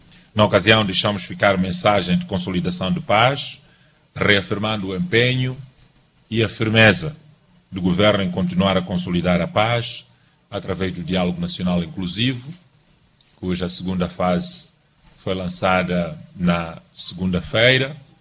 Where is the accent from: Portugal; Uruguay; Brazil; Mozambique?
Mozambique; todos nós, como moçambicanos